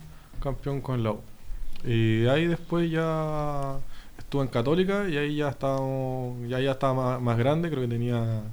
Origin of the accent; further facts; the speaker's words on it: Santiago, Santiago Metropolitan Region, Chile; born there; also born or lived in Punta Arenas; Yo primero nací en Punta Arena, nos vinimos a vivir a Santiago con mi mamá.